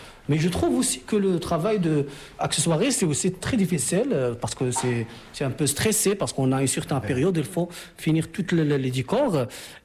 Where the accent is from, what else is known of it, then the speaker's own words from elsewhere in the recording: Morocco; C'est comme chez nous au Maroc aussi, c'est-à-dire c'est contre le mauvais œil.